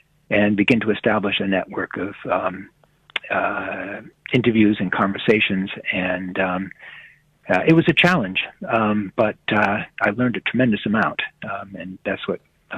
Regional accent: United States; So I tell them, Catholic, Christian, you know, mm-hmm. and on top of that, you know, I'm an American

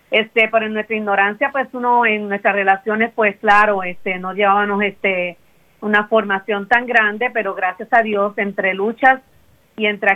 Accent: Puerto Rico; moved away as an adult; also born or lived in Florida; now in United States; en mi país era un poquito difícil encontrar el trabajo, por eso fue lo que nos hizo dar el cambio a Estados Unidos

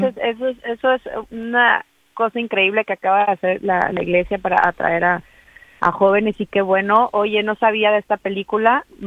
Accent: Tamaulipas, Mexico; Pues sí, bueno, yo soy de Tamaulipas, México, y soy la más chica de cuatro hermanos.

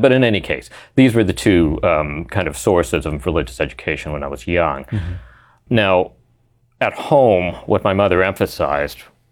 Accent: Vancouver, British Columbia, Canada; I grew up in Vancouver in Canada, and both my parents were Muslim in their background, although they came from rather different places, both geographically and in terms of their religious preparation. So my mother's from South Africa

